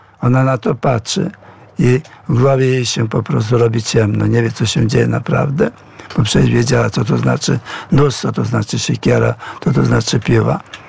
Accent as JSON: {"language": "Polish", "region": "Ternopil Oblast", "country": "Ukraine", "moved": "yes", "said": "wieś Slawentyn, na wieś Szumlany, na wieś Boków. To są wioski rzutem kamienia od mojej wsi."}